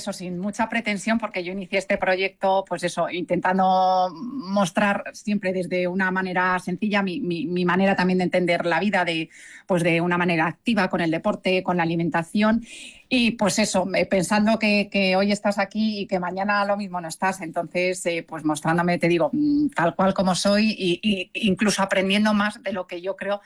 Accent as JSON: {"language": "Spanish", "region": "Castilla-La Mancha", "country": "Spain", "tie": "born or raised there", "said": "Pues mira, sí, sí, sí, yo es mi pueblo, me he criado ahí y al final creo que la mayor herencia que me han dejado mis padres es ser de pueblo"}